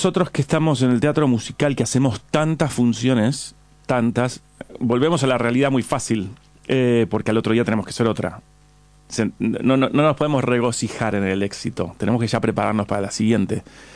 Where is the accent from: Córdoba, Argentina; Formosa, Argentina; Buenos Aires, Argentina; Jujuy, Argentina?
Buenos Aires, Argentina; De acá, de Rabignani al 2069.